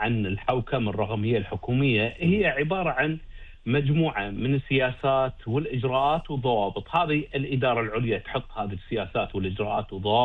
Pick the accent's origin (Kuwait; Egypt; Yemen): Kuwait; إحنا كمواطنين كويتيين